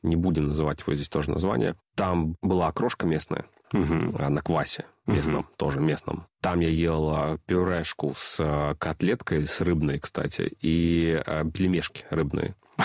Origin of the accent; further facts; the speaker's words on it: Saint Petersburg, Russia; now in Moscow, Russia; А он бывший мой, я уже москвич.